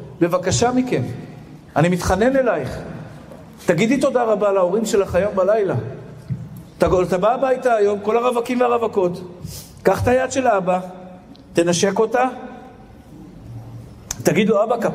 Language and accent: Hebrew; Tel Aviv, Tel Aviv District, Israel; הילד הקטן שנולד בשכונת התקווה. אני תמיד זוכר מאיפה באתי, אני לא אשכח את זה לעולם.